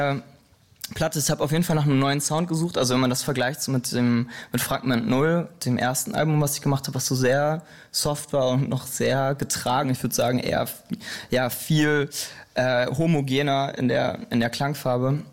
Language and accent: German; Soest, North Rhine-Westphalia, Germany; also born or lived in Lemgo / Ludwigsburg; now in Berlin, Germany